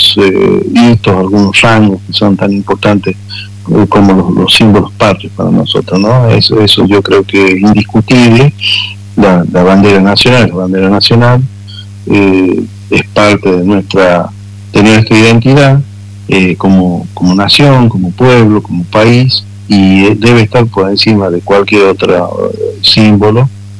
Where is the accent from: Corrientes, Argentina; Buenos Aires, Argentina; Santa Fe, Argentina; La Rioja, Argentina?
La Rioja, Argentina; nosotros lamentablemente, como riojanos, no enseñamos nuestra historia.